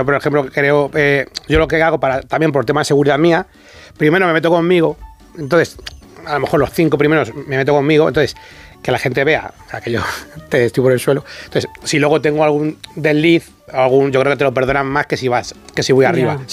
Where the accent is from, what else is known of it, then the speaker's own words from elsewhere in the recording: Aranjuez, Community of Madrid, Spain; accent: Toledo; soy de Aranjuez, pero es frontera con Toledo. O sea, todos los pueblos.